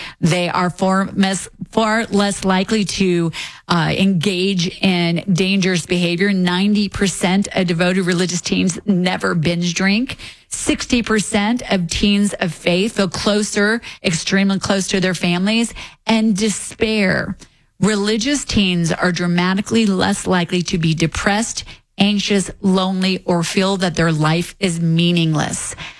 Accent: United States; as an American, as a mom

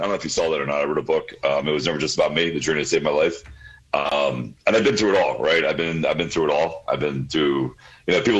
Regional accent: Pennsylvania, United States; Yeah, Pennsylvania. Right. You can say Pennsylvania. I grew up in Pennsylvania, yes.

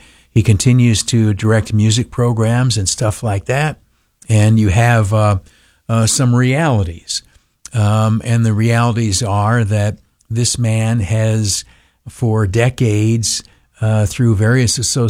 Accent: New York, United States; I'm a hillbilly from the Southern Tier.

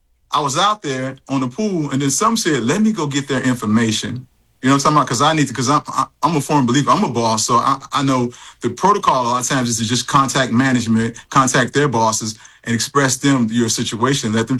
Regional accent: Chicago, Illinois, United States; moved away; But I grew up in Chicago, so I'm kind of used to it a little bit.

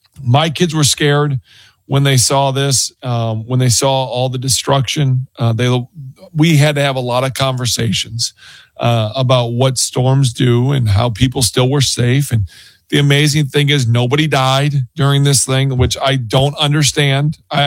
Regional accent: Wisconsin, United States

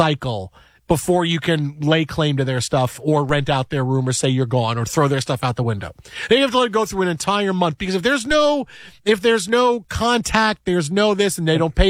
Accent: New York, United States; Like, I grew up in New York. Like, I got two teams to choose from.

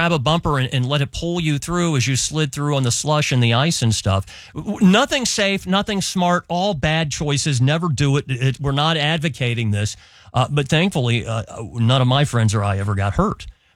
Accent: Dayton, Ohio, United States; moved away as an adult; now in Cincinnati, United States; We used to ride bikes down and go fishing, rivers or whatever else growing up in Dayton, like Stillwater or Little Miami, et cetera.

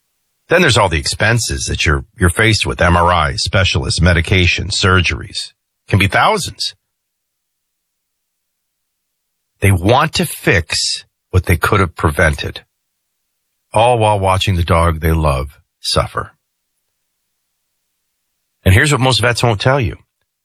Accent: New Orleans, Louisiana, United States; would always say, what was it like growing up in New Orleans?

